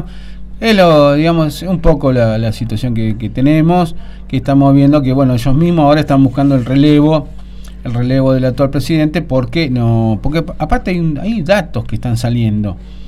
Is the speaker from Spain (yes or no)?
no; Argentina